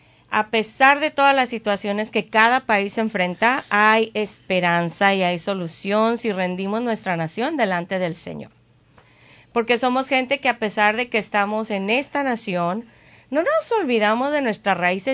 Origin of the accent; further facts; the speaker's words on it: Mexico; now in United States; Aquí están mis compatriotas mexicanos.